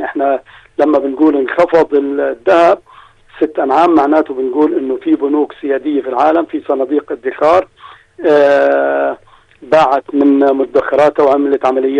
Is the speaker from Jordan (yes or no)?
yes; Jordan; بلدنا الأردن